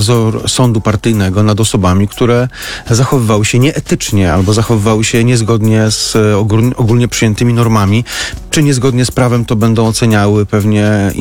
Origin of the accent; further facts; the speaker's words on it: Warmian-Masurian Voivodeship, Poland; Ja jestem z Mazur